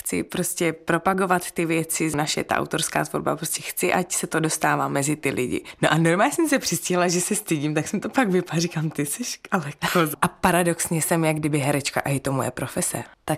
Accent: Havířov, Moravian-Silesian Region, Czechia; Já jsem holka z Havířova.

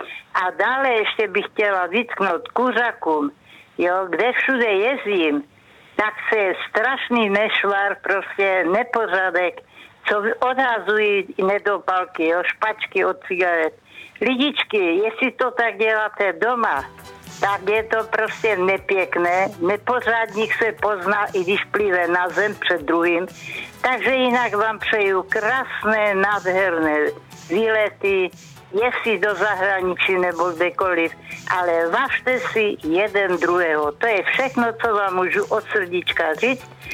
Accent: Krnov, Moravian-Silesian Region, Czechia; now in Havířov, Czech Republic; z Havířova, rodačka z Krnova

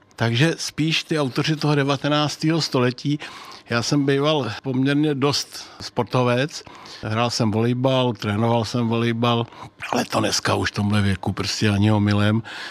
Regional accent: Blatná, South Bohemian Region, Czechia; also born or lived in Strakonice / České Budějovice / Brloh; now in Český Krumlov, Czech Republic; Já si myslím, že jsem Jihočech v podstatě od A až do Z, nebo já nevím, jak bych to měl říct, protože já během svého pracovního a studijního života jsem nevytáhl z jižních Čech paty.

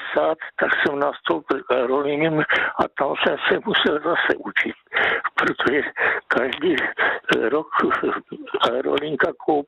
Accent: Ostrava, Moravian-Silesian Region, Czechia; já od mládí jsem byl jako v Ostravě a když jsem chodil do průmyslu, teda do Měšťanky, protože tam jsme se přestěhovali po válce

